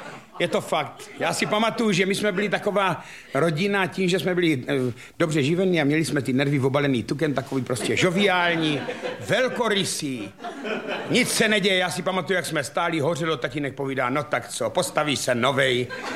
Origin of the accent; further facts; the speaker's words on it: Moravia, Czechia; My jsme byli celá rodina, já jsem z Moravy a celá rodina jsme byli tlustí. Ale to byl zelinářský kraj